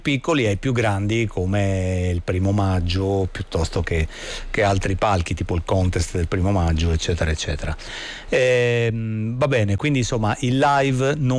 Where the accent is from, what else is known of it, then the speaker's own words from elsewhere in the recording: Milan, Lombardy, Italy; now in Rome, Italy; da milanese trapiantato a Roma